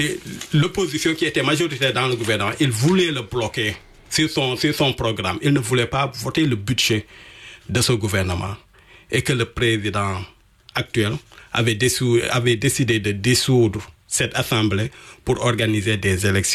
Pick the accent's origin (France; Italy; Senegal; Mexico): Senegal; selon l'expérience qu'on a chez nous au Sénégal